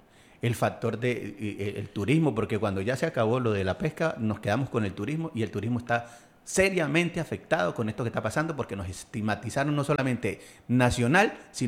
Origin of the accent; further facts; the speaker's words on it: Buenaventura, Valle del Cauca, Colombia; aquí vivimos todos. Blancos, negros, mestizos, indios, altos, bajitos. Somos todos de Buenaventura.